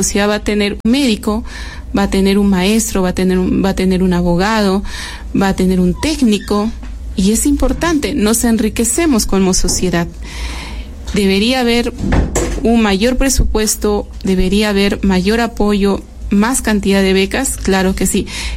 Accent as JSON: {"language": "Spanish", "country": "Peru"}